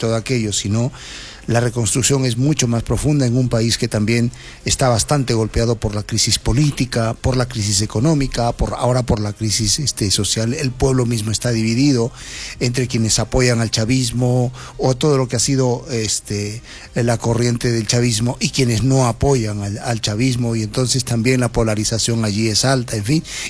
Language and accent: Spanish; Peru; nosotros como pueblo peruano